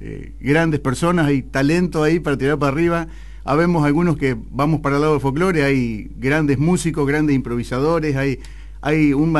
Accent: General Villegas, Buenos Aires Province, Argentina; mi lugar en el mundo, que es mi pueblo, General Villegas.

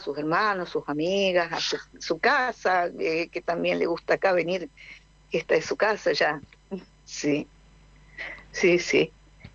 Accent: Jujuy, Argentina; yo le digo que soy una argentina doc de origen controlado. que soy propia porque yo, aparte de soy argentina, soy jujeña, soy bien norteña, bien norteña.

